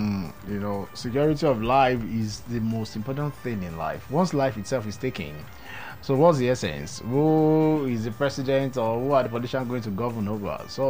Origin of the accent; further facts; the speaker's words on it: Nigeria; as a Nigerian